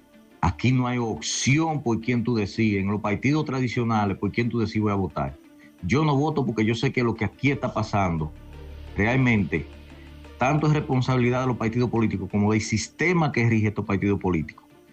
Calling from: Dominican Republic

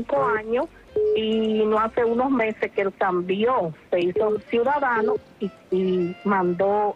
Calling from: Charlotte Amalie, U.S. Virgin Islands; Te hablo desde San Tomás, Islas Vírgenes.

